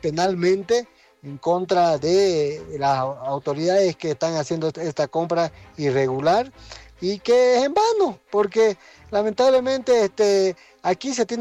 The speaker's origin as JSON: {"language": "Spanish", "country": "Bolivia"}